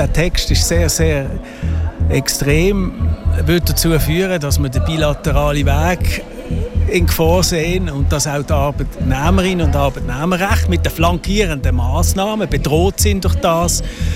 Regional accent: Basel, Basel-Stadt, Switzerland; Und erinnert mich auch sehr an Basel, wo ich herkomme, mit dieser industriellen Geschichte, die sie hat.

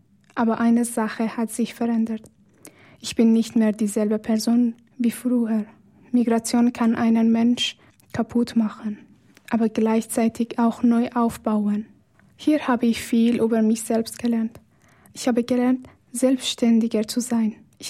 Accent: Afghanistan; German is a second language; now in Switzerland; Ich gehöre nicht mehr ganz zu Afghanistan, aber auch noch nicht ganz hierher.

